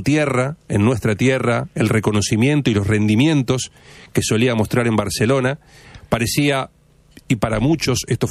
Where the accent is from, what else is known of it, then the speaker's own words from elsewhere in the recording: Argentina; nosotros como argentinos